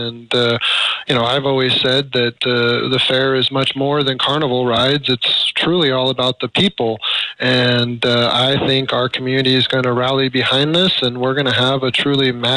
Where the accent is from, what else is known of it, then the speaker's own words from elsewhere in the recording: Alaska, United States; I was fortunate to be born and raised in Alaska, and we traveled all over the lower 48s for summers